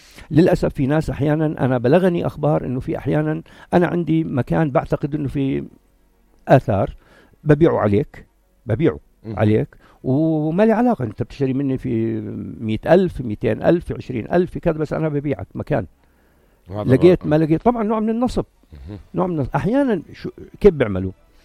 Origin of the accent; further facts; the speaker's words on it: Jordan; اللي موجود عندنا بالأردن كثير مزور بالمناسبة